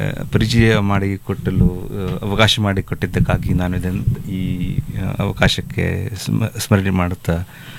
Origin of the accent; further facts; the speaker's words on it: Karnataka, India; ನಾವು ಕನ್ನಡಿಗರಾಗಿ